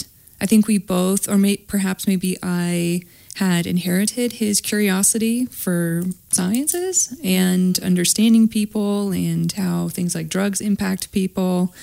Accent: Mead, Washington, United States; now in Cheney, United States; I grew up in Mead, but I mean, I've lived everywhere, though, in Spokane County. So the Valley, Browns Addition, South Hill, Cheney, yeah, where I currently reside.

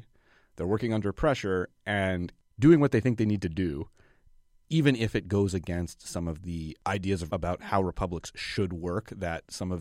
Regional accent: New York, United States; I'm from New York, and so I can go do research and stay with my mom.

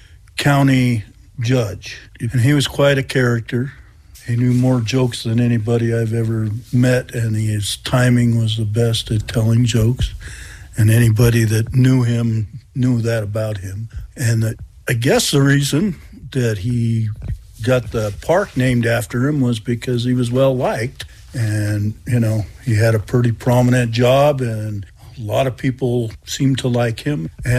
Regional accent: Salida, Colorado, United States; I was born and raised in Salida, and I lived at the Mesa all through school until I graduated high school

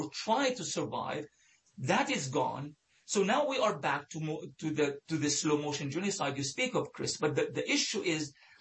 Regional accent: Gaza, Gaza Strip, Palestine; English is a second language; They are my people. I am from Gaza. We are very, very resourceful in managing under the most dire of circumstances.

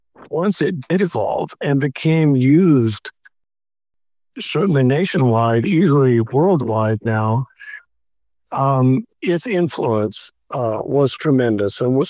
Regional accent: Eugene, Oregon, United States; now in McKenzie River, United States; So when I came to Eugene, I'm from Eugene originally. I moved away for a while. I was in Central Oregon. When I came back, I ended up moving my family to the McKinsey River.

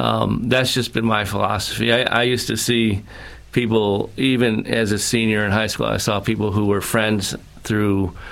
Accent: Marcellus, New York, United States; also born or lived in Rochester / Syracuse / Boulder, Colorado; I grew up. I was born in Rochester, but then we moved to Syracuse. I grew up in Marcellus, which is a suburb of Syracuse.

